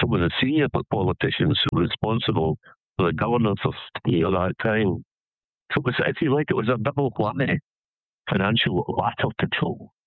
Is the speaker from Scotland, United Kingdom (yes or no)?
yes; Scotland, United Kingdom